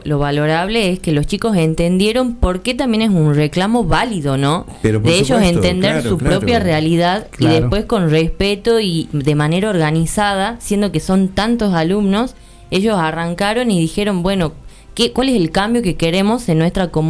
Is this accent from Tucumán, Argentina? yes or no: yes; Tucumán, Argentina; yo no digo soy argentina, yo digo soy de Tucumán, la provincia más pequeña